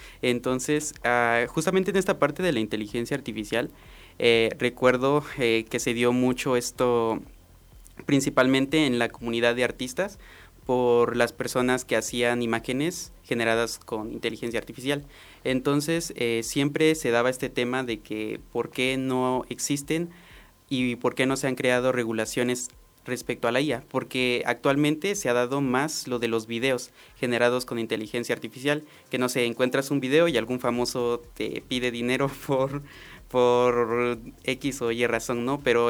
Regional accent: Tlaxiaco, Oaxaca, Mexico; como oaxaqueños o ya como tlaxiaqueños

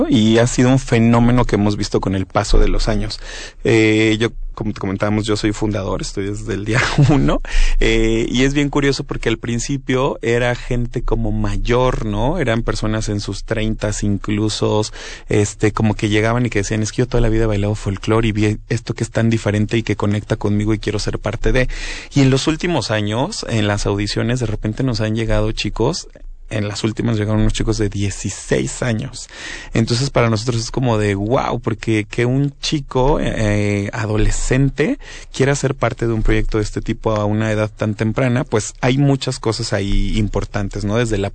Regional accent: Mexico; en lo que nos conforma como mexicanos

